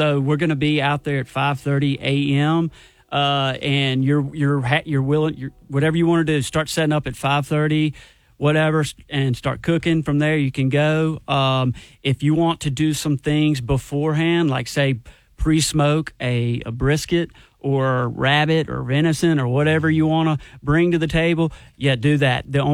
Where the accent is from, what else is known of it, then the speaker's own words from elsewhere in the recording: Mississippi, United States; now in Central Arkansas, United States; I'm from Mississippi originally